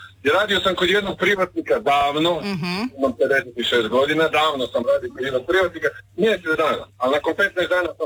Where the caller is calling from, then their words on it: Croatia; Znači, ljudi nikad kod nas, u Hrvatskoj, općenito.